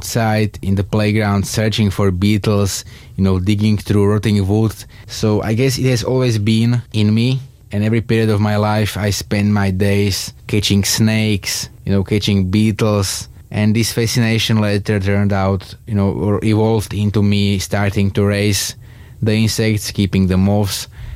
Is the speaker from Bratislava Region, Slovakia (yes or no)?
no; Biely Kostol, Trnava Region, Slovakia; I'm from Bielý Kostol in Slovakia.